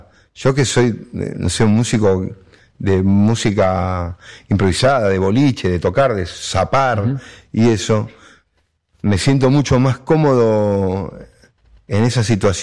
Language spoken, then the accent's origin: Spanish; El Palomar, Buenos Aires Province, Argentina; Yo soy de Palomar y mi viejo tocaba jazz y daba clases. Tampoco, viste, soy del oeste.